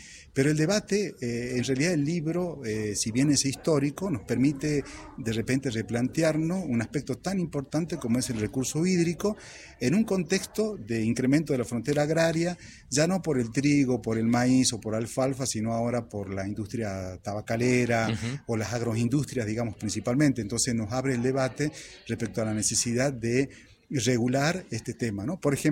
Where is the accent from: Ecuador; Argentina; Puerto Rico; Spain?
Spain; Seville, Andalusia; conocer aspectos que forman parte de nuestra propia identidad como sevillanos, ¿no?